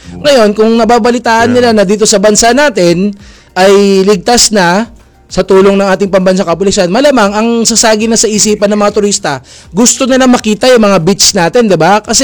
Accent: Olongapo, Central Luzon, Philippines; Kasi ako taga Olonga po ako eh.

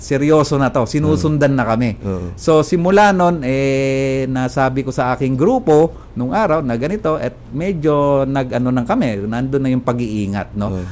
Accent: Caloocan, Metro Manila, Philippines; tiga-Caloocan kami noon eh, no?

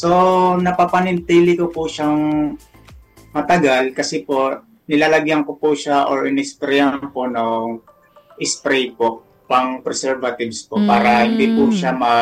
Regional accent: Eastern Visayas, Philippines; I'm from Samar pa po eh.

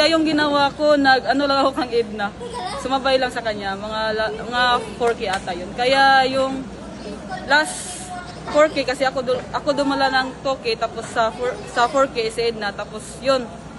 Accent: Esperanza, Caraga, Philippines; now in Cebu, Philippines; Agusan del Sur po. Tapos sa Cebu po ako nag-base ng training.

